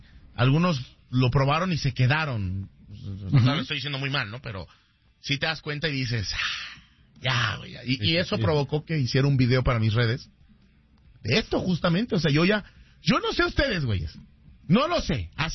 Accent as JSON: {"language": "Spanish", "country": "Mexico", "said": "Ponte a pensar que todos somos mexicanos, por Dios."}